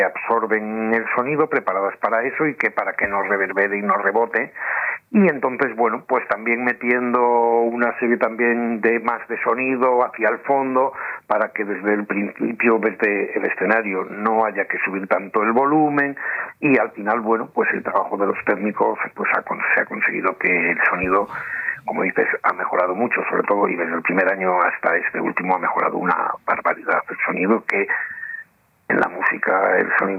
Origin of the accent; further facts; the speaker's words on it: El Bierzo, Castile and León, Spain; moved away; soy del Bierzo